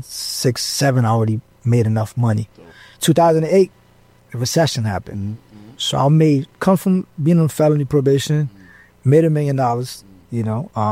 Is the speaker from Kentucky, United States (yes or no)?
no; Jersey City, New Jersey, United States; moved away as an adult; also born or lived in New York; now in Atlanta, United States; I'm from Jersey City.